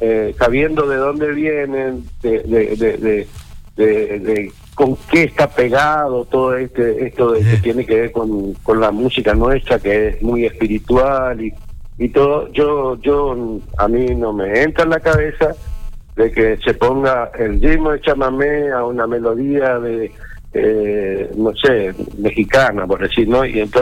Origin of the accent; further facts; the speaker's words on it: Corrientes, Argentina; En Corrientes tenemos destacados festivales